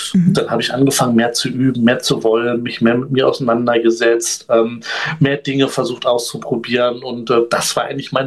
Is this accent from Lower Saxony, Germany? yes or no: yes; Göttingen, Lower Saxony, Germany; ich bin in Göttingen geboren und aufgewachsen, eine relativ überschaubare Stadt im Süden Niedersachsens gelegen.